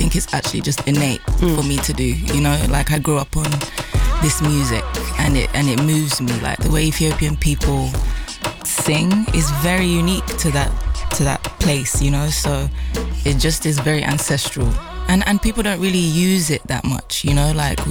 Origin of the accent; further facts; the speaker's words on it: London, United Kingdom; born there; growing up in London